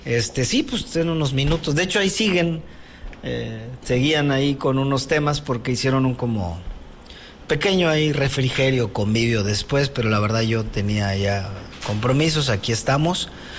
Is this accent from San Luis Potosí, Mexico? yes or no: no; Acapulco, Guerrero, Mexico; El Fortín es maravilloso para los que somos de aquí de Acapulco.